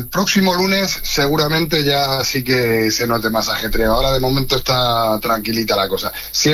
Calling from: Madrid, Community of Madrid, Spain

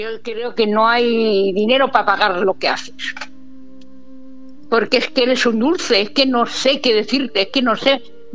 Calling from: Granada, Andalusia, Spain; de Granada.

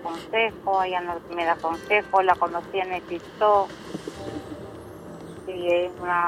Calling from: Sanlúcar de Barrameda, Andalusia, Spain; soy Sanlúcar de Barrameda

